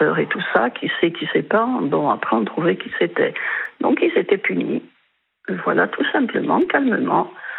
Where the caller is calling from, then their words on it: Ajaccio, Corsica, France; J'habite en Corse du Sud, à Sartène. Ah. Je suis ajaxienne.